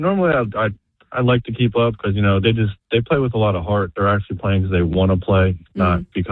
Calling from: Riverside, New Jersey, United States; I'm from Riverside.

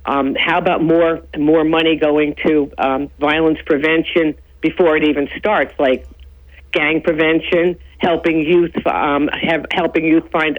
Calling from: Vestal, New York, United States; calling from Vestal.

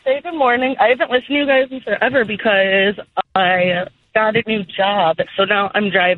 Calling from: Trevor, Wisconsin, United States

